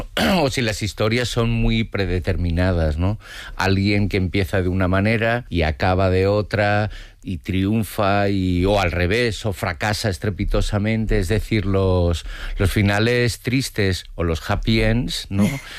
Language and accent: Spanish; Spain; Yo fui educado en una clase social, como muchos españoles nacidos de padres emigrantes, las periferias industriales de las grandes ciudades, los años 70, y nací en esa clase social y ya no pertenezco a esa clase social